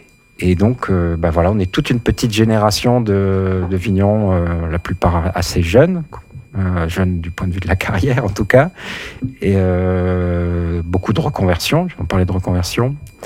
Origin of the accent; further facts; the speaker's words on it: Saint-Basile, Auvergne-Rhône-Alpes, France; je suis arrivé comme ça à Desagnes, sachant que moi, je suis plutôt originaire du côté de Saint-Basile, un peu plus loin, de l'autre côté de la Mastre